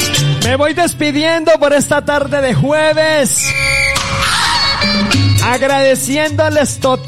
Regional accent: Colombia; Yo soy colombiano

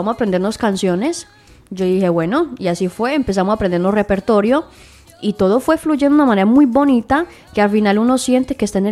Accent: Barcelona, Catalonia, Spain; prácticamente crecí en Barcelona.

